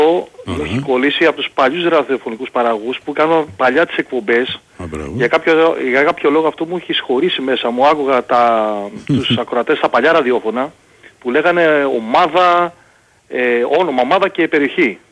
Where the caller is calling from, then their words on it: Palaio Faliro, Attica, Greece; είμαι από το Παλαιό Φάλερο